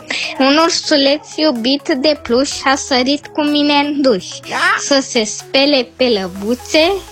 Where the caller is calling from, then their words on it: Bucharest, Romania; din București, am 9 ani